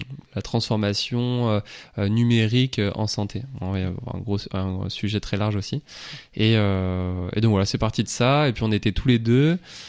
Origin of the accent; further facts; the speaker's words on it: Lorient, Brittany, France; je suis de Lorient, je suis revenu sur Lorient.